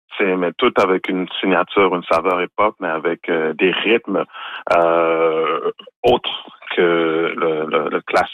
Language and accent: French; Montreal, Quebec, Canada; j'ai grandi dans une famille haïtienne. Je suis né à Montréal, mes parents viennent d'Haïti, mes deux parents.